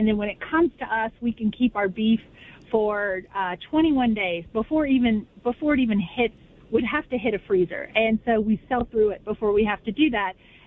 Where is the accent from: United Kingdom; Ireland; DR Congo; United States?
United States; Beckley, West Virginia; moved away; here I am back in my hometown in Beckley, West Virginia